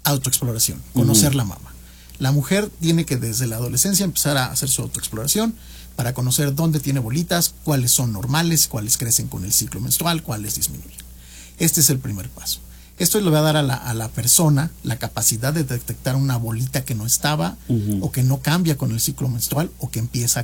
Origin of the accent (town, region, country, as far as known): Mexico